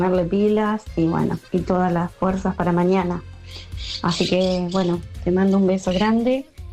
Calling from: Inés Indart, Buenos Aires, Argentina; Como siempre, escuchándote desde acá, desde Inés Indar.

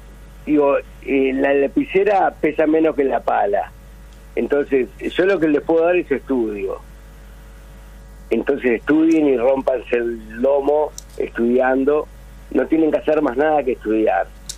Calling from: Uruguay; los uruguayos mismos me dicen, vos sos más argentino que uruguayo. Pero no, soy uruguayo.

